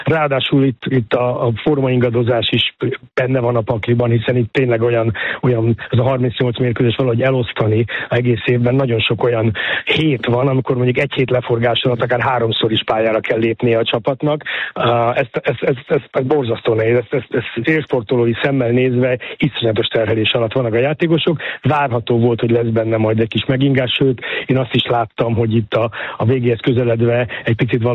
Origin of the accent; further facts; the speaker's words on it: Budapest, Hungary; born there; én Kőbányán születtem